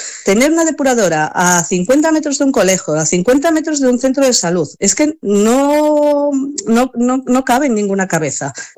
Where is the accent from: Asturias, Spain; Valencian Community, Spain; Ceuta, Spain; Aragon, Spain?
Asturias, Spain; Trevías; aquí los únicos que estamos discriminados somos los vecinos de Trevías